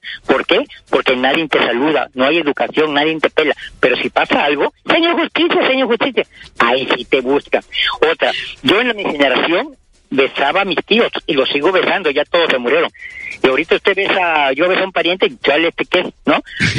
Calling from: Boca del Río, Veracruz, Mexico; Con el señor … tengo 63 años, vivo en Boca del Río.

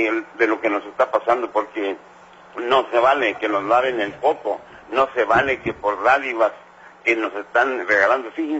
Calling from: Mexico

